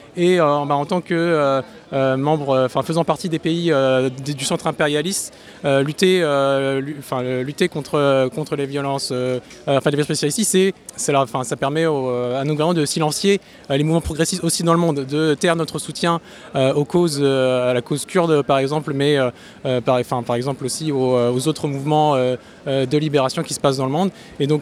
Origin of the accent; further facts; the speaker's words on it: Rennes, Brittany, France; Alors, à la base, moi, je viens de Rennes, puisqu'on est organisé à Rennes, principalement à Paris, Grenoble et Lyon.